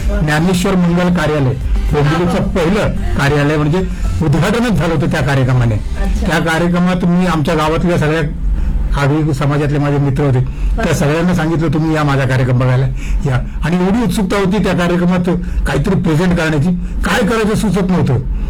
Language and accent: Marathi; Mumbai, Maharashtra, India; मी आधी मुंबईत राहायचो. वरील कोळीवाडा हे माझं गाव, आणि कोळीवाडा म्हटलं की संपूर्ण कोळ्यांचं गाव आहे ते.